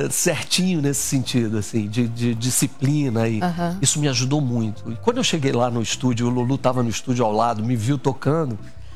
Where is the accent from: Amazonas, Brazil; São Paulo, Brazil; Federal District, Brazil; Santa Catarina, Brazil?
Federal District, Brazil; Brasília; moved away; also born or lived in Rio de Janeiro; Foi em Brasília que o meu pai foi transferido para lá, nós somos cariocas que foram morar lá. E eu amei ter crescido em Brasília.